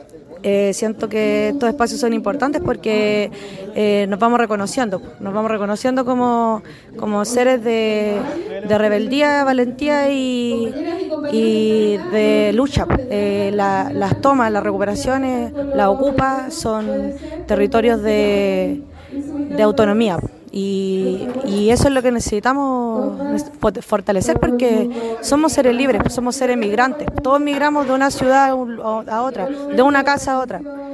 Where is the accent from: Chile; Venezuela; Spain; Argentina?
Chile; Tomé, Biobío; born there; Bueno, yo soy nacida en Tomé, territorio de Lapquenche, ocupado por el Estado chileno.